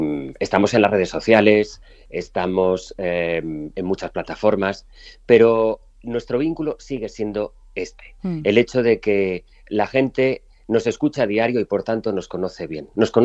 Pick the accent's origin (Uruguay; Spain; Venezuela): Spain; Soy un tipo muy de pueblo, soy de la Ribera, presumo cada vez más de serlo, y más orgulloso de eso.